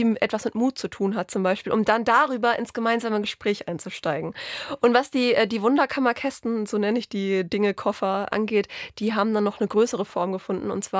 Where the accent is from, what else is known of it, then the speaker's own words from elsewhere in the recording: Northern Germany, Germany; Natürlich, ich komme aus dem Norden